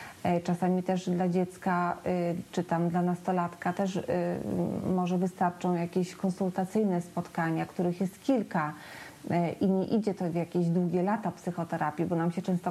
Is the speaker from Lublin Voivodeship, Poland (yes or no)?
yes; Lublin, Lublin Voivodeship, Poland; w miejscu, gdzie ja mieszkam, jestem z Lublina